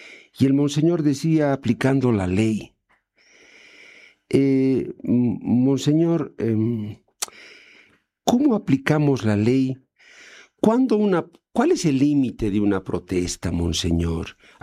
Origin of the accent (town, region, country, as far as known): Bolivia